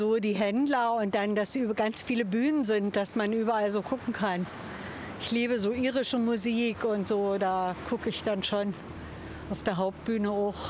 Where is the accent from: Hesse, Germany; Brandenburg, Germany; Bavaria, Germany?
Brandenburg, Germany; Spremberg; Alles. Das ist meine Heimatstadt. Ich bin jetzt 66 Jahre alt.